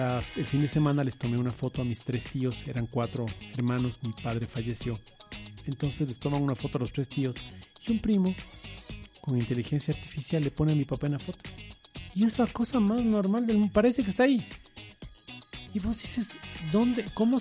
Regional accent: Ecuador

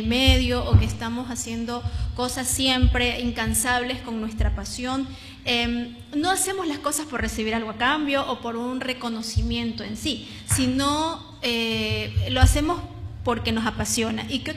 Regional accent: Manta, Manabí, Ecuador; feliz de estar en mi amada Manta, mi tierra, que me vio nacer, que me vio crecer en mi carrera.

